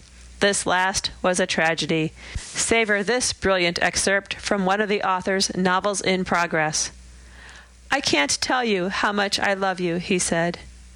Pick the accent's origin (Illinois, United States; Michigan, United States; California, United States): Illinois, United States; Chicago; Growing up in Chicago, I was engulfed in all that action, from Martin Luther King to Farrakhan.